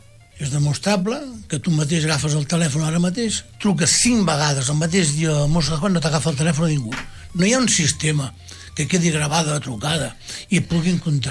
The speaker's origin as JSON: {"language": "Catalan", "town": "Rubí", "region": "Catalonia", "country": "Spain", "tie": "born there", "said": "vam néixer aquí a Rubí."}